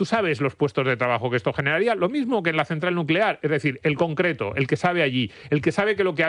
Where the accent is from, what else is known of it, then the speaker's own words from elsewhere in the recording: Almería, Andalusia, Spain; esto lo conozco muy bien, que yo soy de Almería, ya lo sabes